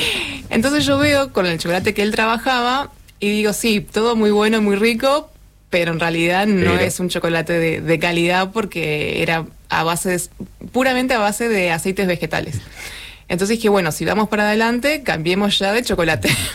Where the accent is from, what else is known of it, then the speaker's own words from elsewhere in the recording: Ushuaia, Tierra del Fuego, Argentina; Sí, nací y criada en Ushuaia.